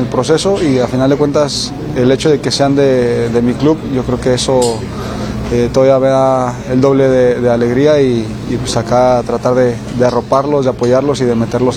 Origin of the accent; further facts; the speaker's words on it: Mexico; somos mexicanos y debemos apoyarnos entre nosotros